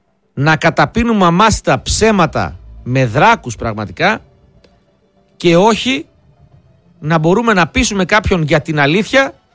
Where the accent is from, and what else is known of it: Greece